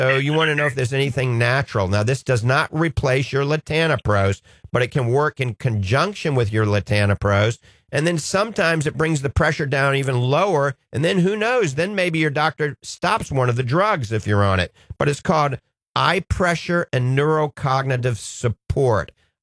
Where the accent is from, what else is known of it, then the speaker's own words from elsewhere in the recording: New Orleans, Louisiana, United States; I'm from New Orleans as well.